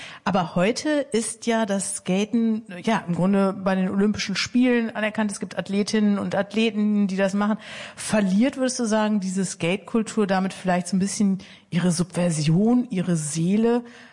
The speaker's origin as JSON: {"language": "German", "town": "Osnabrück", "region": "Lower Saxony", "country": "Germany", "said": "ich komme aus der Weltstadt Osnabrück"}